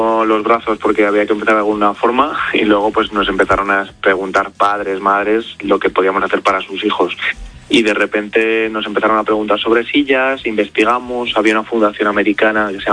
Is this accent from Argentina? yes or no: no; Madrid, Community of Madrid, Spain; yo soy de Aluche, he visto en mi barrio, siempre he visto desigualdades